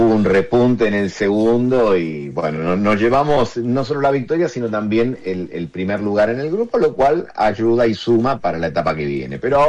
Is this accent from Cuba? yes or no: no; Buenos Aires, Argentina; Yo nací y me crié en Saavedra.